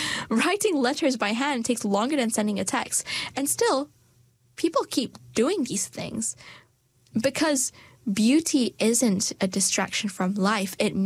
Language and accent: English; Malaysia; now in New Zealand; when I moved from Malaysia to New Zealand, my Malaysian friends have already started their foundation at university